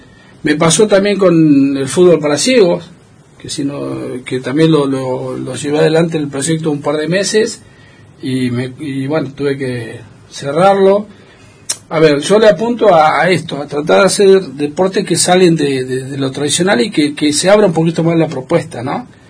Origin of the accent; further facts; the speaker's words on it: Esquel, Chubut, Argentina; moved away as an adult; also born or lived in Córdoba; lo digo como nacido y criado en Esquel